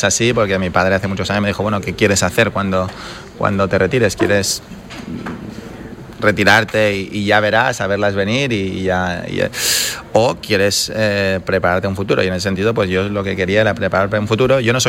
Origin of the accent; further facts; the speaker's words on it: Spain; evidentemente el fútbol como buen español pues es una pasión